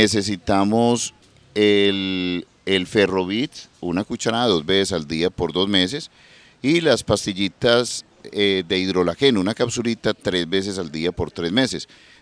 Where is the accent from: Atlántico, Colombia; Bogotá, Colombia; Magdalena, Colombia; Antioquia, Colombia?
Antioquia, Colombia; Medellín; yo me crié en Prado Centro